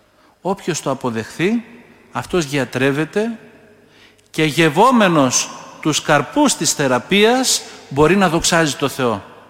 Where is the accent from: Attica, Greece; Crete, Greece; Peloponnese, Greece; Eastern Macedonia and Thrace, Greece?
Peloponnese, Greece; Είναι από τα μέρη μου, κάτω από την Κυπαρισία.